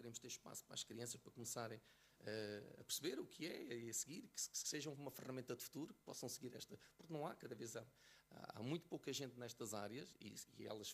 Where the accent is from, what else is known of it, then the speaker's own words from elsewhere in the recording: Fundão, Castelo Branco, Portugal; Não, eu sou do Fundão.